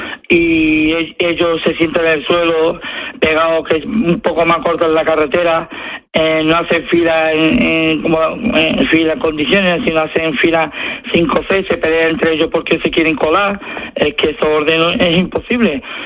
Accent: Spain

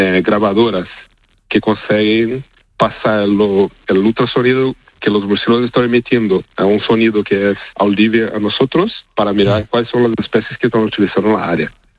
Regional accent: Brazil; Spanish is a second language; Yo estaba en máster en Brasil, yo soy brasileño.

